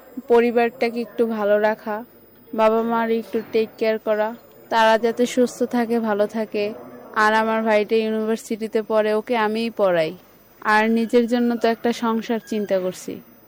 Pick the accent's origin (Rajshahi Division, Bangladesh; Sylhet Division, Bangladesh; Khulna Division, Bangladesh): Khulna Division, Bangladesh; Kushtia; now in Barisal, Bangladesh; Kushtia Osmanpur.